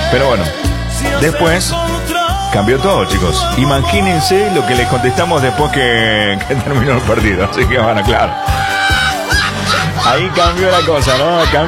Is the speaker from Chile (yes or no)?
no; Argentina; Somos Argentina.